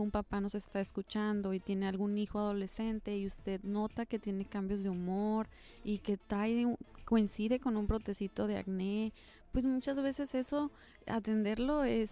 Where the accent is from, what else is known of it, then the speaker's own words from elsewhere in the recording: Sonora, Mexico; soy de Sonora y de repente digo plebes